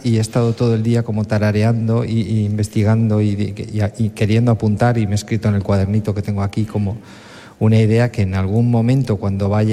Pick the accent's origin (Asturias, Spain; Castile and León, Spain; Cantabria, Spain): Cantabria, Spain; Como cántabro, para mí mañana ya es invierno, ojalá.